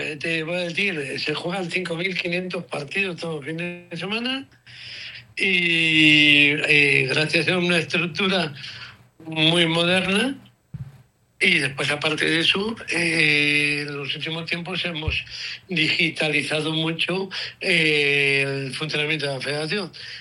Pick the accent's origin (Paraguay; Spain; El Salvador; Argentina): Spain